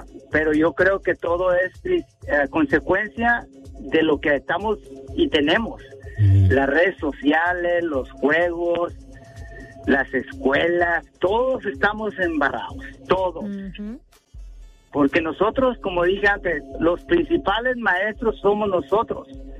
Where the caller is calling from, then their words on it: United States; como yo vivo en el rancho, yo no vivo en West Point.